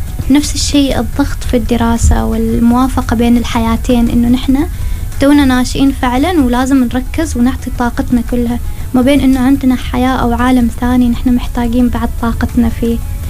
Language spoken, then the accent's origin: Arabic; Oman